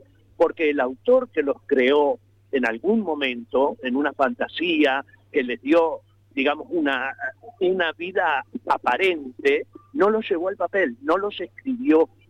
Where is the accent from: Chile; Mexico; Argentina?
Argentina; Paraná, Entre Ríos; moved away as an adult; also born or lived in Buenos Aires; Soy una persona de Paraná. Me formé prácticamente, comencé en Paraná, pero me fui a Buenos Aires y estuve toda mi juventud trabajando y formándome en CABA, de Buenos Aires, y hace ya 20 años que estoy de regreso a mi ciudad, Paraná